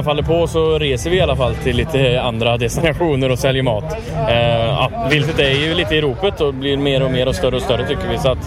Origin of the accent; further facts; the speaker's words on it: Trollhättan, Västra Götaland County, Sweden; Vi har ett viltslakteri hemma i Trollhättan där vi kommer ifrån.